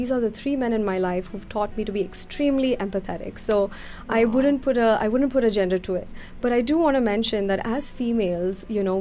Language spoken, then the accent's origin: English; Pune, Maharashtra, India; moved away as an adult; also born or lived in Ocala, Florida; now in Dallas-Fort Worth, United States; So I grew up in Pune. In India, I completed my medical schooling there.